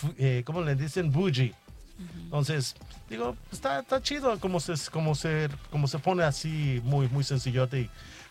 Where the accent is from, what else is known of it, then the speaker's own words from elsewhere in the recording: Mexico; nosotros como mexicanos lo estamos disfrutando y celebrando.